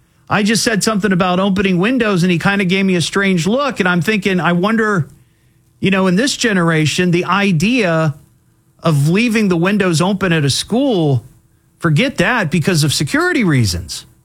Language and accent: English; Beavercreek, Ohio, United States; the schools that I grew up going to in Beaver Creek